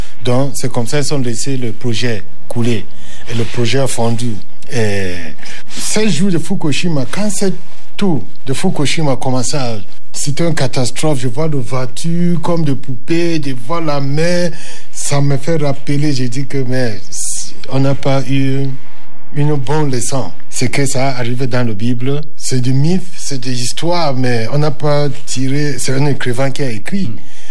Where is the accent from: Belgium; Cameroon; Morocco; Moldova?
Cameroon; Bamenda, Northwest Region; now in Cévennes, France; je suis Camerounais d'origine, oui, anglophone, de Bamenda, Mankon, ça c'est la zone anglophone de Cameroun. Comme je suis marié ici dans la Cévenne, donc c'est ça qui m'a fait venir vivre ici à côté de mes beaux-parents.